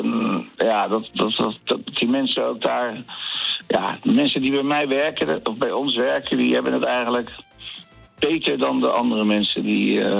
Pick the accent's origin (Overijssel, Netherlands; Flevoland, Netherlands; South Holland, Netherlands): South Holland, Netherlands; Rotterdam; born there; Maar Rotterdam is toch wel de stad waar ik geboren ben.